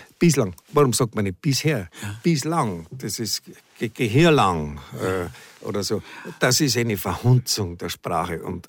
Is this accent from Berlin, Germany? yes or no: yes; Berlin, Germany; Die ganzen ausländischen Filme, was da synchronisiert werden bei uns, das sind als Berliner, dass man nicht falsch versteht.